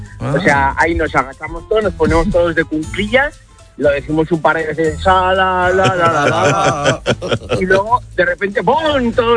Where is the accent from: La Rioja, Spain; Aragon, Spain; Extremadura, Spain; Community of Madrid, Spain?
La Rioja, Spain; Alfaro; Y ahora estoy volviendo para La Rioja, que yo soy de La Rioja, de Alfaro.